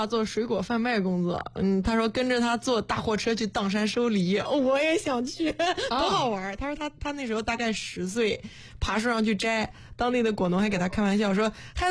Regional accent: Xuzhou, Jiangsu, China; born or raised there

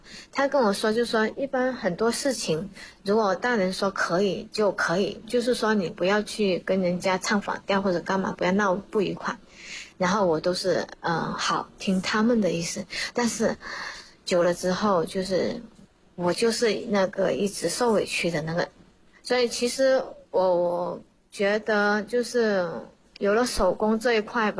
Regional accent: Chaozhou, Guangdong, China; 我们潮州人就会买很多东西

